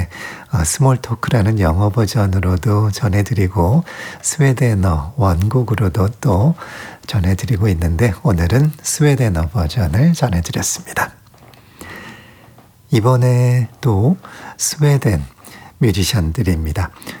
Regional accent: South Korea

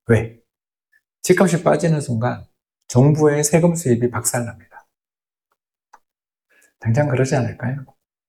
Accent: Daegu, South Korea; 제가 대구 사람입니다. 대구하고도 대구 남구 대명동에 사는데요.

